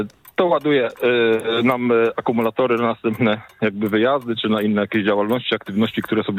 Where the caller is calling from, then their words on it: Gniewkowo, Kuyavian-Pomeranian Voivodeship, Poland; ja dzwonię z Kujawsko-Pomorskiego, okolice Torunia, Gniewkowo.